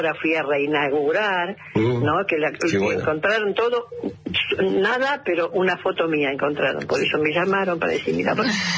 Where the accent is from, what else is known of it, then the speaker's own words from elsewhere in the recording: Villa Ballester, Buenos Aires Province, Argentina; born there; Yo nací en Buenos Aires, en Villa Ballester, ajá, en la provincia de Buenos Aires.